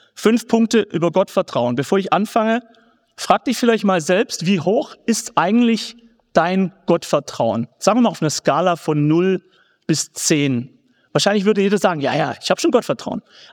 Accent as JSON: {"language": "German", "region": "Swabia", "country": "Germany", "said": "ich bin selber Schwabe."}